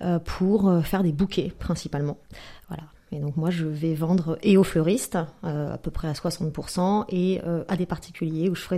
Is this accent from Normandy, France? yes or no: yes; Caen, Normandy, France; born there; Oui, ouais, je suis née à Caen.